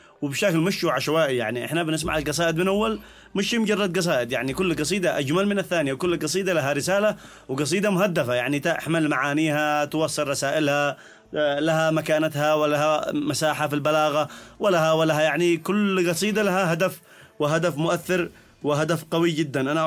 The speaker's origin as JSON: {"language": "Arabic", "country": "Yemen", "said": "احنا في اليمن تقريبا بلد زاخر بالشعراء"}